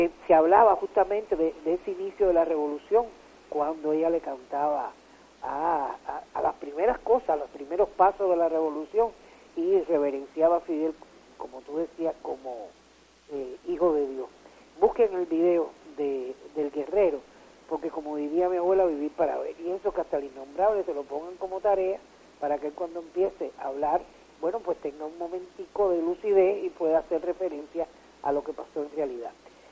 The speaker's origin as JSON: {"language": "Spanish", "country": "Cuba"}